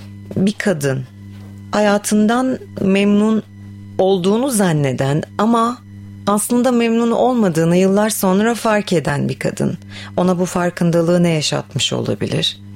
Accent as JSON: {"language": "Turkish", "region": "Samsun", "country": "Turkey", "tie": "born or raised there", "said": "Ben doğma büyüme Samsunluyum."}